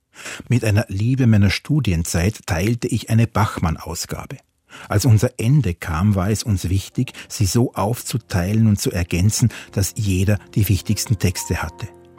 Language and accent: German; Salzburg, Austria; Als sie im Juni 1971 zu einer Lesung in meine Heimatstadt Salzburg kam, war ich erst 15 und wusste noch nichts von ihr.